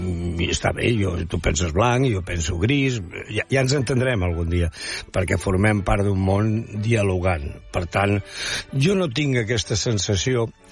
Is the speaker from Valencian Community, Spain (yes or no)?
no; Catalonia, Spain; Catalan is a second language